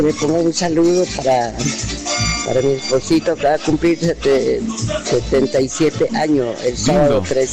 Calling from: Juan Viñas, Cartago, Costa Rica; desde Caña Real, Juan Viña.

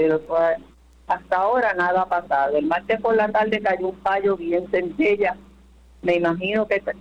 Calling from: Puerto Rico; Te estoy llamando desde Oconuco Alto, del sector Fuente Cayo

